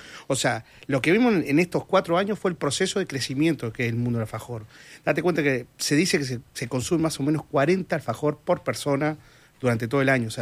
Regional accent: Mercedes, Soriano, Uruguay; Yo soy de Mercedes

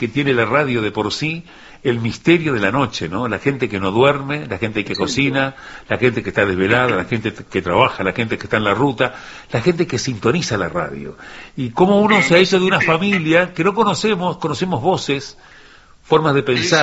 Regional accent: Paysandú, Uruguay; born there; yo recuerdo en Paysandú no teníamos televisión nosotros, y nos reuníamos en torno a la radio.

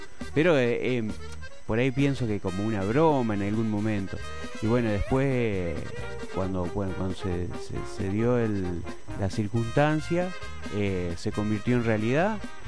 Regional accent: Humboldt, Santa Fe, Argentina; yo soy de Humboldt.

